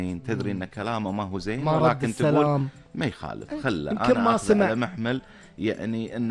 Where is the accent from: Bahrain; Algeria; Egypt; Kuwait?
Kuwait; accent: Kuwaiti; مثل ما نقول بلهجتنا الكويتية.